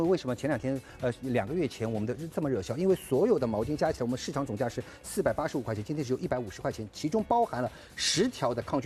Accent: Shanghai, China; 但是四幺四很了解我们上海人，上海人喜欢这么

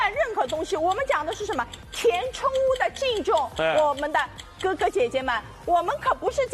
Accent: Shanghai, China; 我们上海人讲的老法师

